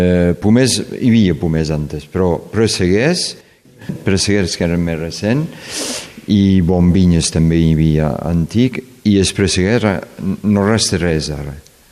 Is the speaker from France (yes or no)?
yes; Occitania, France; Bueno, aquí som país català, Som Conflent en país català i hem posat una bandera.